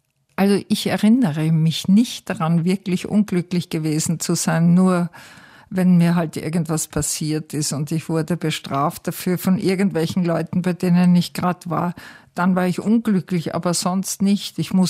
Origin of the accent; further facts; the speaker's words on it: Haag am Hausruck, Upper Austria, Austria; also born or lived in Wels / Vorchdorf; Ich bin geboren in Wels, allerdings, glaube ich, habe ich mich dort als Neugeborenes bestenfalls 2 Tage oder 3 aufgehalten. Dann war es zuerst Haag am Hausruck und dann Forchdorf. Und dann wieder Haag am Hausruck.